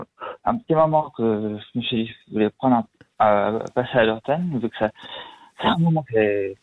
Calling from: Lausanne, Vaud, Switzerland; depuis Lausanne.

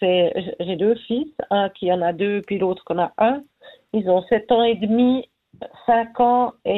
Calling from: Delémont, Jura, Switzerland; j'habite à Delémont.

